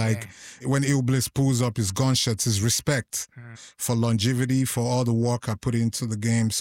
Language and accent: English; Nigeria; I'm from Eastern Nigeria. My tribe is Igbo.